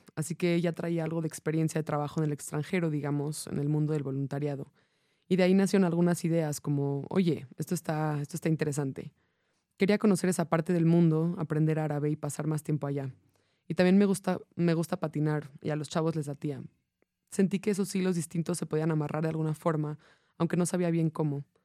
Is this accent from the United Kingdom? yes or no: yes; Edinburgh, Scotland, United Kingdom; Spanish is a second language; Claro, pues yo soy de Edimburgo, de Escocia